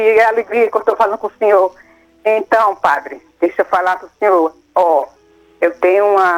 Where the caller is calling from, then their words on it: Sonora, Mato Grosso do Sul, Brazil; Mato Grosso do Sul, Sonora, padre.